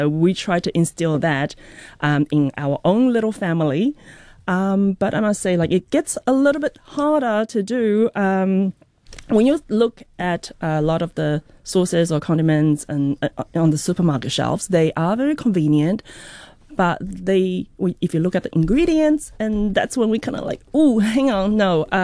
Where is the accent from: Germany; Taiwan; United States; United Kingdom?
Taiwan; Taipei; Growing up in Taipei, I must go back a little bit further.